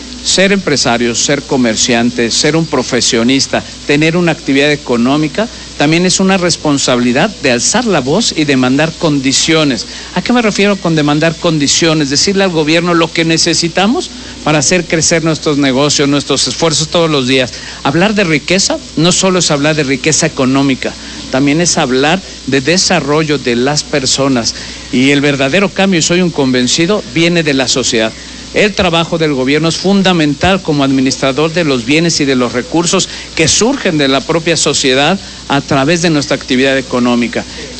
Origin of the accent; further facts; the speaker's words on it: Puebla, Mexico; Simplemente somos poblanos, somos mexicanos